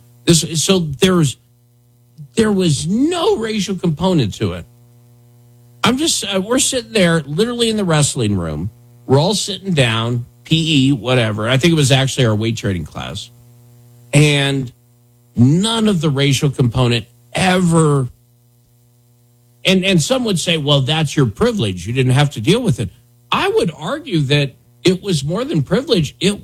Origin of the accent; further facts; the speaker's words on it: Wyoming, United States; moved away as an adult; I'm from Wyoming.